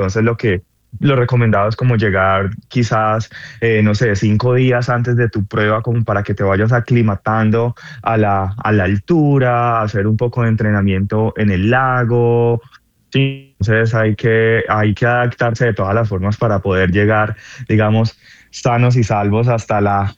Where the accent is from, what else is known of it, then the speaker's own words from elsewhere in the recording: Colombia; now in San Francisco, United States; yo en el 2021 tuve que salir de Colombia por amenazas de muerte. A mí me golpearon durante el paro nacional también que se vivió en este año. Entonces, pues lastimosamente tuve que salir del país y me exilié aquí en Estados Unidos.